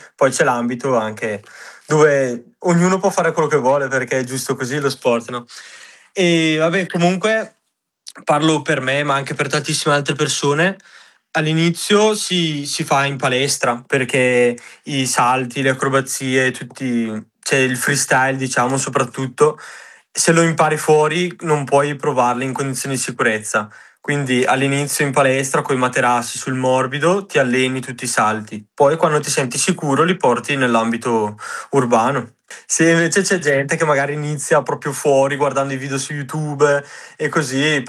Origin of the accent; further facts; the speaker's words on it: Brescia, Lombardy, Italy; ho 19 anni e vengo da Brescia